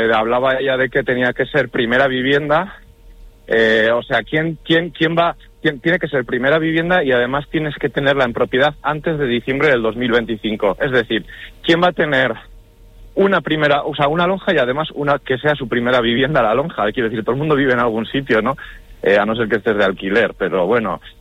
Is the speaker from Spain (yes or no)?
yes; Vitoria-Gasteiz, Basque Country, Spain; No estoy en Zabalgana porque yo soy de la zona centro y mira, me pilla desmano, la verdad. Yo soy más de Judimendi, Arana, todos estos barrios más céntricos